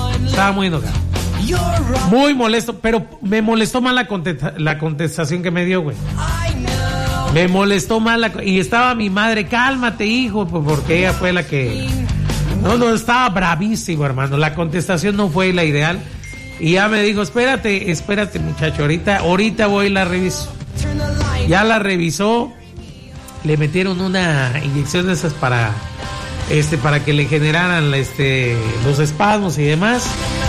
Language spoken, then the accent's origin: Spanish; Mexico